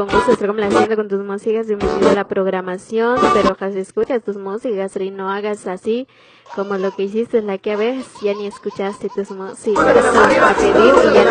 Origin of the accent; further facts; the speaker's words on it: Guatemala; Y yo soy puro guatemalteca